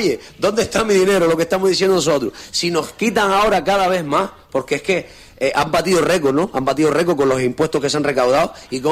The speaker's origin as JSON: {"language": "Spanish", "region": "Canary Islands", "country": "Spain", "said": "nosotros como canarios queremos soluciones"}